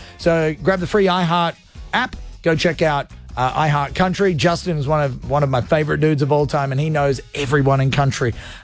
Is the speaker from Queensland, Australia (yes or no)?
yes; Queensland, Australia; moved away; also born or lived in Los Angeles; I grew up listening to country music. I grew up in Queensland.